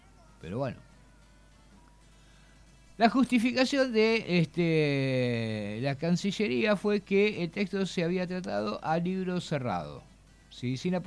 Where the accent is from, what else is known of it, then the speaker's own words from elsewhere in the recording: Argentina; ¿Qué somos los argentinos? Somos una mierda, pero somos nuestra mierda.